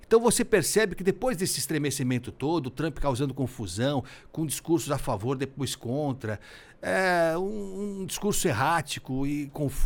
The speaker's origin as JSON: {"language": "Portuguese", "country": "Brazil", "said": "Para nós brasileiros, eu falo como brasileiro, né?"}